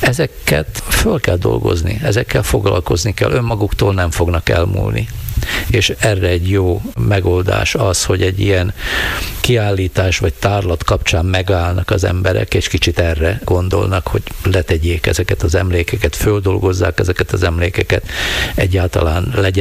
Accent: Kéménd, Nitra Region, Slovakia; moved away; bár nagyon régen nem élek Kéménden, de sok mindent, hát még a öcsém ott van mindig, sok minden köt Kéménthez, nyilván fog is, mert hát ott nőttem föl.

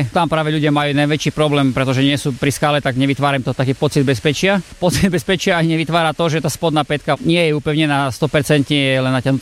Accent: Spiš, Slovakia; accent: Spiš dialect; medzi sebou sa rozprávame po spišsky a čo by som povedal, že u nás v slovenskom raju je šumne, je tu krásne

